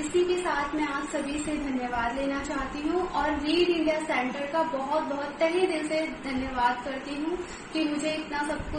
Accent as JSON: {"language": "Hindi", "region": "Delhi", "country": "India", "said": "और मैं दिल्ली से हूँ।"}